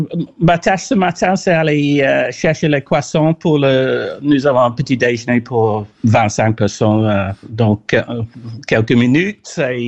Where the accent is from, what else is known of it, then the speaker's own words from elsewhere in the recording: England, United Kingdom; French is a second language; now in Audierne, France; je suis anglais d'origine, mais j'ai pris la nationalité française. Je suis un de ces immigrants.